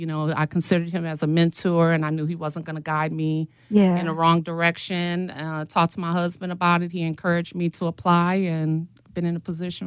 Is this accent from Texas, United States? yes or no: no; Milwaukee, Wisconsin, United States; Who grew up in Milwaukee, Wisconsin on 40th and Hampton. I attended Bayview High School.